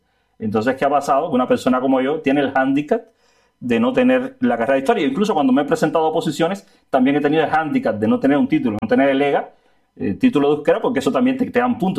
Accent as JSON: {"language": "Spanish", "country": "Cuba", "lives_now": "Spain", "said": "los españoles son ustedes, o sea, tú, mi hija, son los españoles, yo soy cubano. Entonces, como yo soy cubano"}